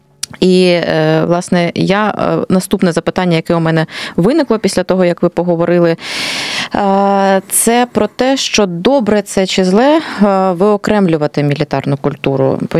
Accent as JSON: {"language": "Ukrainian", "region": "Donbas", "country": "Ukraine", "said": "Я з Донбасу"}